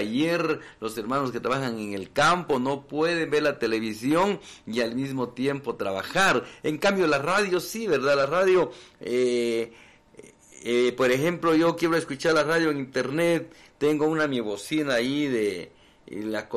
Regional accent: Guatemala; nuestro lindo país de Guatemala

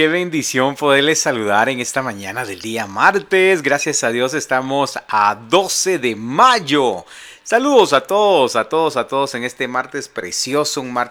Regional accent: Guatemala; Los guatemaltecos somos guerreros, los guatemaltecos somos de armas tomar.

